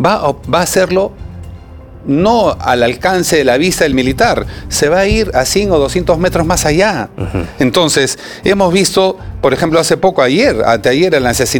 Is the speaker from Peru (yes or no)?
yes; Peru; soy un peruano